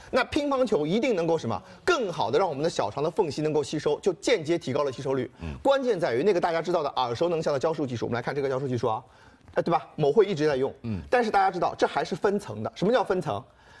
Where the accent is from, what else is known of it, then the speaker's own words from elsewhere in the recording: Shanghai, China; 我们上海人特别喜欢吃一个馄饨啊，叫菜肉馄饨。